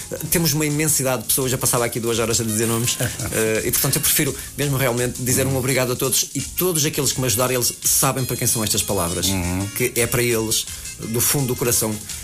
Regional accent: Barroselas, Norte, Portugal; moved away

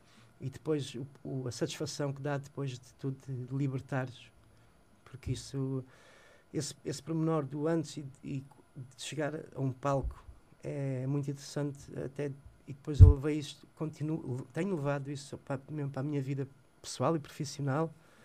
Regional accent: Odivelas, Lisbon, Portugal; E depois temos ali onde eu cresci, onde eu vivi, no bairro de São Jorge, ali ao pé em Odivelas.

